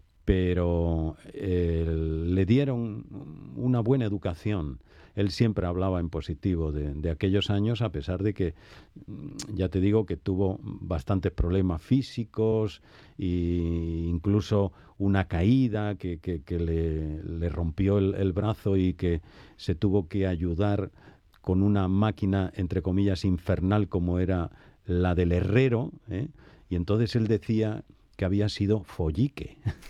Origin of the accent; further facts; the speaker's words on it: Villa del Río, Andalusia, Spain; Pues mira, vengo de Villa del Río.